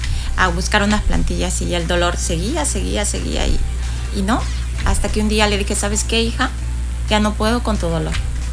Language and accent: Spanish; Honduras; moved away as an adult; now in Cancún, Mexico; Cuando yo estaba en Honduras con un grupo de amigas